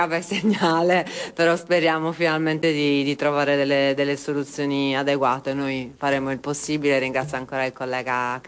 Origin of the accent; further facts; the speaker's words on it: Sardinia, Italy; accent: Sardinian; Io sono sarda, come credo si senta dal mio accento